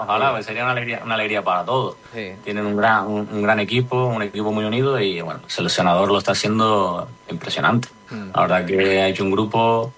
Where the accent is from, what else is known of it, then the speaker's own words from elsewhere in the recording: Arguineguín, Canary Islands, Spain; now in Madrid, Spain; Ahora sí que estuve en verano en mi pueblo, en Arguineguí, entrené con el equipo, que está Juan Carlos Valerón ahí de entrenador, y luego aquí en Madrid, pues voy a jugar a veces con el Colmenar Viejo